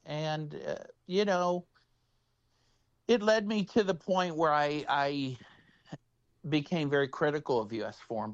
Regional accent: Cincinnati, Ohio, United States; Well, so I grew up Catholic in Cincinnati, Ohio, and a very conservative household.

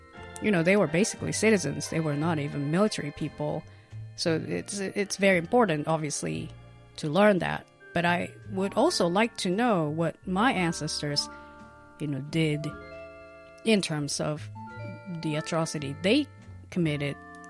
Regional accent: Japan; moved away; I'm from Japan

